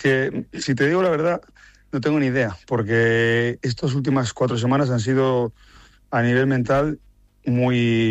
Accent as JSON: {"language": "Spanish", "town": "Valladolid", "region": "Castile and León", "country": "Spain", "said": "creo que todos los que somos pucelanos pues hemos hemos respirado."}